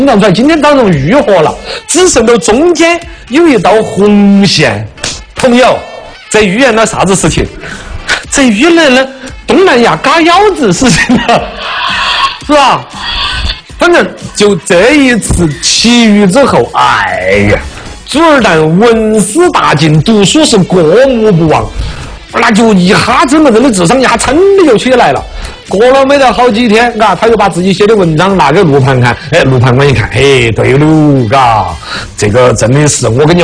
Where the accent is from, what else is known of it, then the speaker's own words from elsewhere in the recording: Sichuan, China; 我们四川人